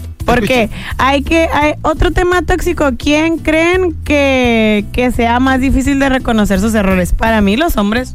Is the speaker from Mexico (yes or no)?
yes; Mexico; como mexicanos nos cuesta bastante admitir nuestros errores, como mexicanos